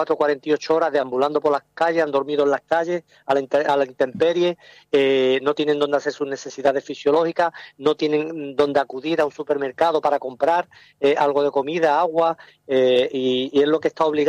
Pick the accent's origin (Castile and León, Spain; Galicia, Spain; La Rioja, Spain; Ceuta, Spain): Ceuta, Spain; Yo como ciudadano, yo soy de aquí de Ceuta